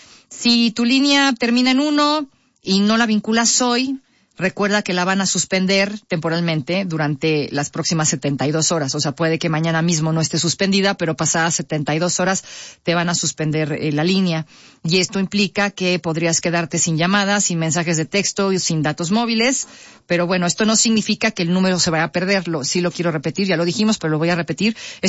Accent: Mexico; así somos todos, el mexicano y todos, todo lo dejamos para el final

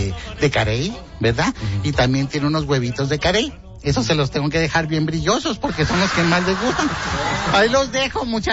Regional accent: Gualahuises, Nuevo León, Mexico; porque yo soy de Gualahuises, ¿verdad?

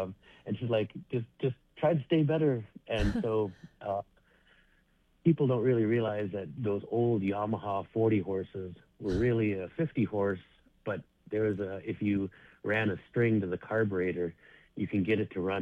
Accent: Upper Kalskag, Alaska, United States; you know, that I come from Upper Kalskag.

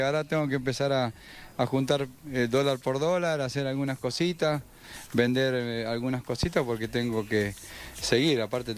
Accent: Argentina; A ver, me gusta la selección, soy argentino y siempre aliento a la selección.

